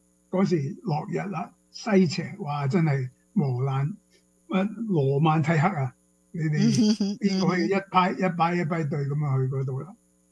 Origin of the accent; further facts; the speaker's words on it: China; 呢啲係所以我中國人嘅習俗啦